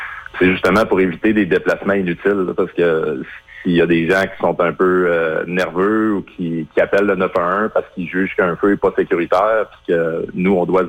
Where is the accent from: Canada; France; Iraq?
Canada; Sept-Îles, Quebec; chez nous à Sept-Îles